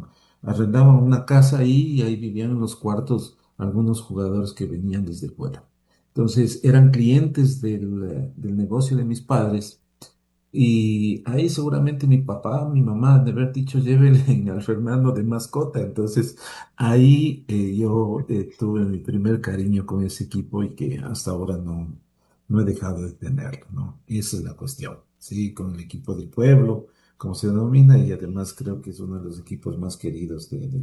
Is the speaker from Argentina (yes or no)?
no; Quito, Pichincha, Ecuador; born there